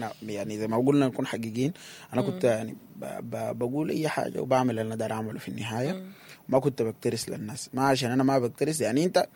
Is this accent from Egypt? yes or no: no; Sudan; moved away; إحنا كمجتمع سوداني